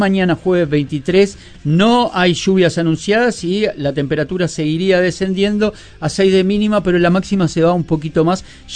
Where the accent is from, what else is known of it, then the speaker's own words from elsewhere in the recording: Uruguay; estos somos uruguayos, no tiene solución.